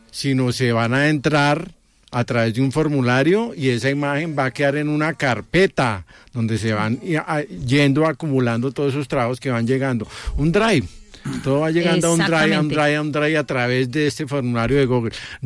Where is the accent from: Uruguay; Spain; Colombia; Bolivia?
Colombia; los que más interesados estamos en decir y opinar algo al respecto somos nosotros los colombianos